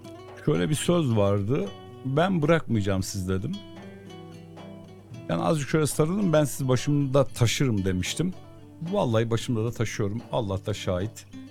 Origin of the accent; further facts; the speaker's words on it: Sorgun, Yozgat, Turkey; Hem hemşerim, biliyorsunuz ben Sorgunluyum.